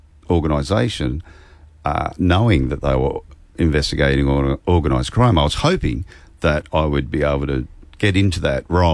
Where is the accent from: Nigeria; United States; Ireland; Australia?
Australia; Sydney, New South Wales; I applied for both, for New South Wales Police, because I'm from Sydney, and the AFP.